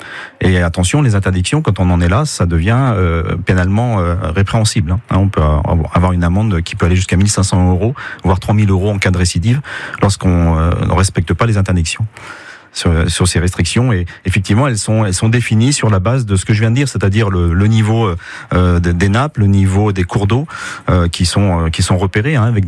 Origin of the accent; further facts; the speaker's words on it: France; Chez nous, en France, le principe, c'est la liberté et puis l'exception, l'interdiction.